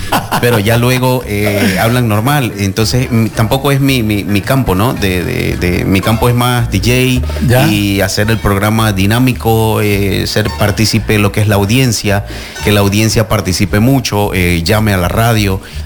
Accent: Guayaquil, Guayas, Ecuador; also born or lived in Spain; now in Germany; Yo soy de Ecuador, de Guayaquil.

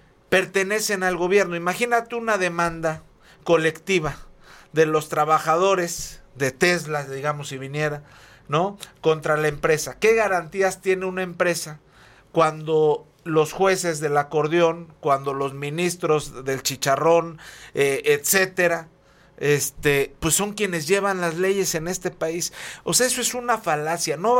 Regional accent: Mexico; nos preocupa más como mexicanos

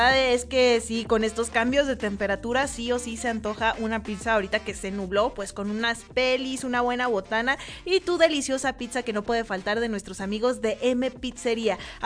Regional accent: Mexico

